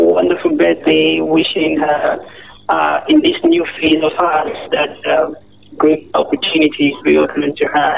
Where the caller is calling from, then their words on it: Makurdi, Benue, Nigeria; I'm calling right away from High Level.